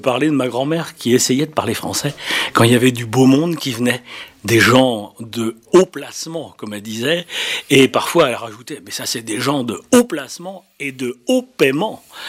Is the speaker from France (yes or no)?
yes; Brittany, France; first language Gallo; French is a second language; Donc je dis que ma langue maternelle, ben, c'est le patois, puisqu'on n'avait pas encore inventé le mot gallo à l'époque.